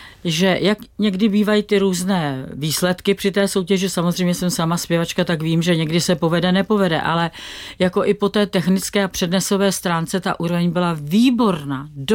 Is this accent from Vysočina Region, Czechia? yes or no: no; Prague, Czechia; jelikož já jsem jako Pražák, že jo, a vlastně na konzervatoři jsem učila několik desítek let na pražské konzervatoři